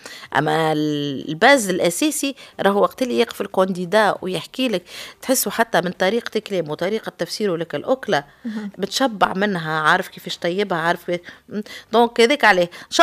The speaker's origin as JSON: {"language": "Arabic", "country": "Tunisia"}